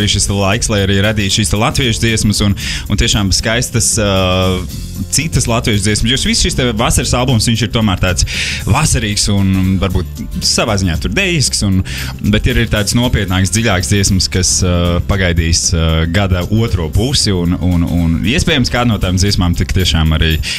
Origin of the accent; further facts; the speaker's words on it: Sabile, Talsi Municipality, Latvia; es pats esmu no Sabils, no Talsiem.